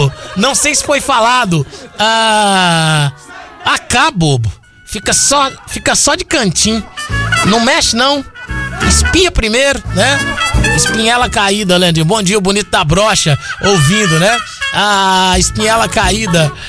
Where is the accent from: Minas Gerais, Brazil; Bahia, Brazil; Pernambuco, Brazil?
Minas Gerais, Brazil; uma boa que nós mineiros falamos muito é pra uma pessoa que sabe muito